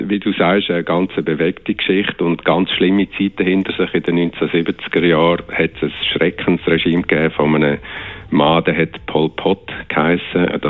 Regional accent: Switzerland; wir kommen aus der Schweiz

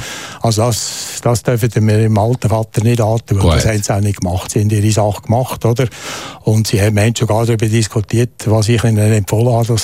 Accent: Lucerne, Switzerland; ich komme aus dem Kanton Luzern, ich bin ein Luzerner Liberale.

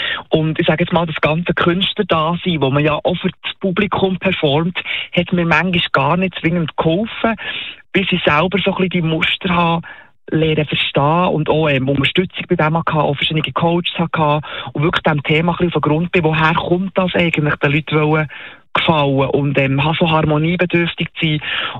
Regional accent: Switzerland; Wir sind natürlich als Schweizer, neigen wir auch dazu, eben allen immer, zu allem Ja zu sagen

